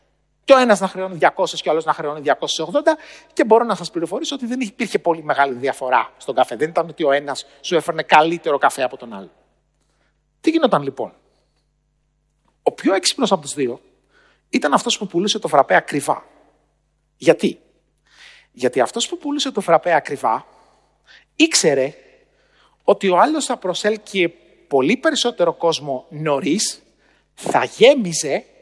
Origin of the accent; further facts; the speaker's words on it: Agrinio, West Greece, Greece; Στο χωριό μου λοιπόν, στο Αγρίνιο, εκεί που μεγάλωσα, στον Αβαρίκο του Λακαρνανίας, ένα μικρό χωριό που είναι κοντά στο Θέρμο